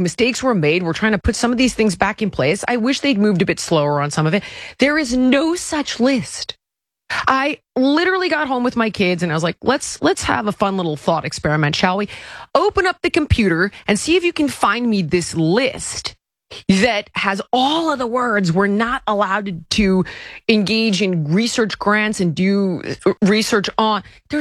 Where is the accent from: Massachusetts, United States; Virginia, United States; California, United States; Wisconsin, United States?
California, United States; which is why I think I was a liberal my whole life, on top of growing up in California